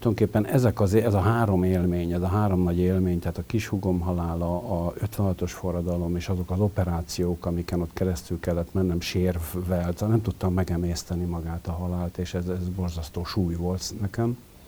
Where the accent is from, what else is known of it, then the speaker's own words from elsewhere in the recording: Budapest, Hungary; 50-ben születtem itt Budapesten, a belvárosba, még a Paulai Ede utca egy számba, ott ahol régen a Sirály étterem volt, ma már azt hiszem, hogy nincs ott az Erzsébet térnél. És egészen 8 éves koromig laktunk